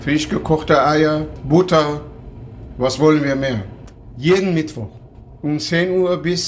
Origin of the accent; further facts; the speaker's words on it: Münster, North Rhine-Westphalia, Germany; Eigentlich kann ich sagen, ich bin Münsteraner und ich wohne seit ewig in Körde.